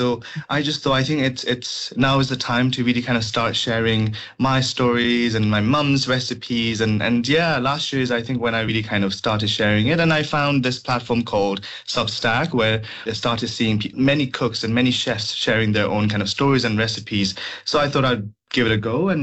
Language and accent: English; Dharan, Koshi Province, Nepal; infamous from where I am, my hometown Dharan